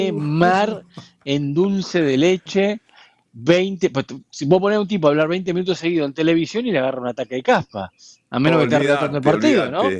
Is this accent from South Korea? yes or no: no; Argentina; yo soy argentino